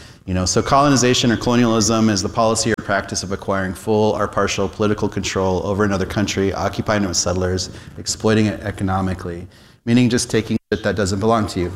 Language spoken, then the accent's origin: English; Pine Ridge Reservation, South Dakota, United States; growing up on Pine Ridge Reservation.